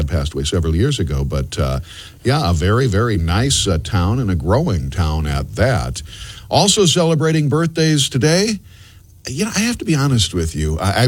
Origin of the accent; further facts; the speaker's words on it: Platteville, Wisconsin, United States; moved away; these are guys that I grew up with in Platteville, Wisconsin.